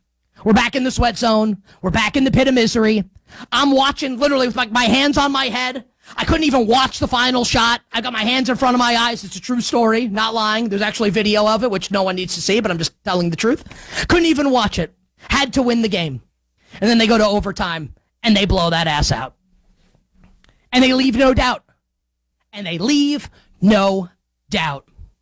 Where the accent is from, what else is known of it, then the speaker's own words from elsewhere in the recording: New York, United States; I'm a Knicks fan, and I'm a New Yorker.